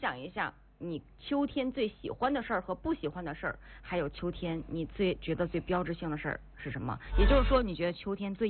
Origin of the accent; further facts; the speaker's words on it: Northeast China, China; 我想咱们东北人是非常厉害的。